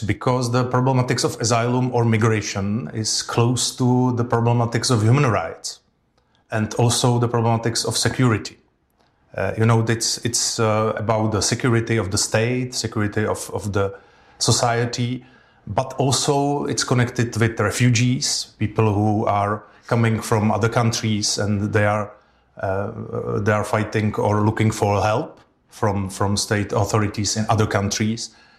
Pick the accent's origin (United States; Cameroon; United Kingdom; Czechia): Czechia; Třebíč, Vysočina Region; I love it because it's my hometown and I love whole Czech and Moravian Highlands or Vysočina